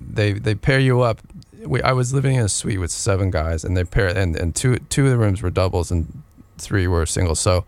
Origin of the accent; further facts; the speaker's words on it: Kansas, United States; moved away as an adult; So I was from Kansas.